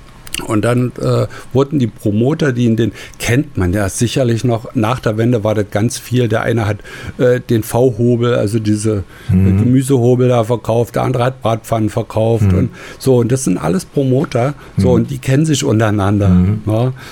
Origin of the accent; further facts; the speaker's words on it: Zwickau, Saxony, Germany; Ja, wir hatten eine Tanzschule bei uns in Zwickau und da gab es ein großes Kulturhaus. So, und da war ja zu DDR-Zeiten üblich, dass man entweder hat man einen Sportverein gehabt oder man hat einen Tanzverein gehabt